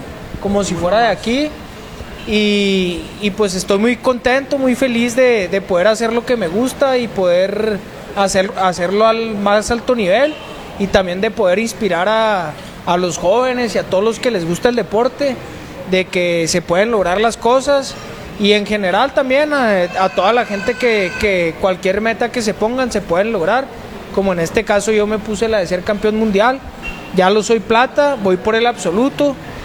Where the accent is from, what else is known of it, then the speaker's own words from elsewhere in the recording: Parral, Chihuahua, Mexico; now in Torreón, Mexico; Parral, Chihuahua, avecinado aquí en la ciudad de Torreón